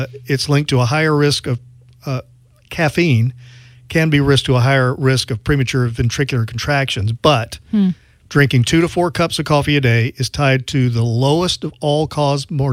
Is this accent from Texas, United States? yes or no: no; Louisiana, United States; I'm from Louisiana.